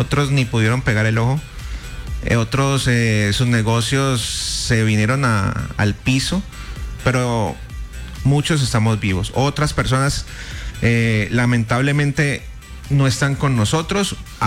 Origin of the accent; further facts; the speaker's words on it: Cali, Valle del Cauca, Colombia; Ayer nuestra ciudad sintió la fuerza de la tierra, pero también nos recuerda la fuerza que tenemos como caleños